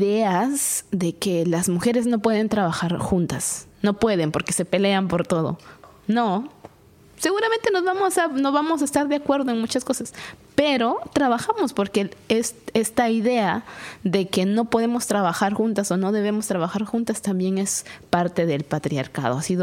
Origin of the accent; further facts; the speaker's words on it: Guatemala; yo soy de Guatemala